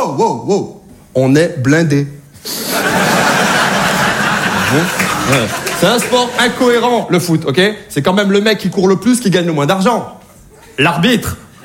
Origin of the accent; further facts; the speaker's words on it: Saint-Étienne, Auvergne-Rhône-Alpes, France; quand je vous dis que j'ai grandi à Saint-Étienne, je parais pas, mais je suis né en 1980, ok?